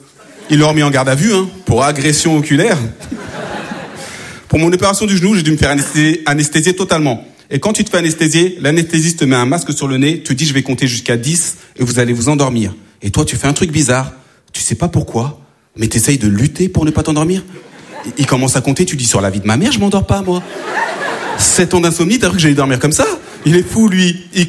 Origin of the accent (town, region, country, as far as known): France; born there